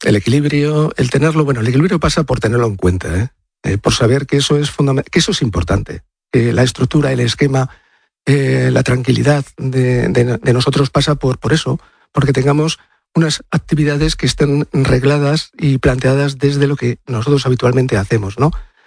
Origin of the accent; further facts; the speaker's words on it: Madrid, Community of Madrid, Spain; Yo soy del pueblo de Madrid.